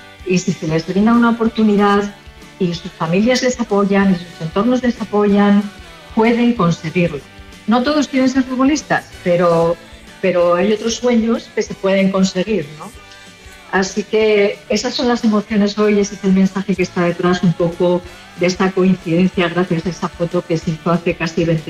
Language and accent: Spanish; Spain; Además, yo soy española y trabajé con UNICEF en España